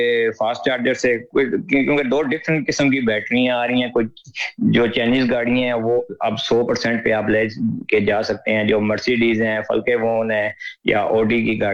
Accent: Pakistan; moved away; ہم پاکستانی ہیں

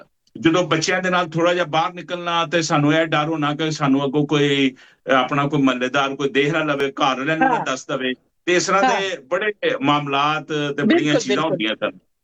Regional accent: Lahore, Punjab, Pakistan; ਮੇਰਾ ਨਨਿਆਲ ਵੀ ਉੱਥੇ ਆ ਤੇ ਉੱਥੇ ਹੀ ਮੈਂ ਪੈਦਾ ਹੋਇਆ। ਤੇ ਉਸ ਤੋਂ ਬਾਅਦ ਫਿਰ ਲਾਹੌਰ ਦਾ ਇਲਾਕਾ ਹੈਗਾ ਆਪਣਾ ਨੈਸ਼ਨਲ ਟਾਊਨ, ਉੱਥੇ ਮੈਂ ਮੇਰਾ ਬਚਪਨ ਗਰੋ ਹੋਇਆ ਸਾਰਾ।

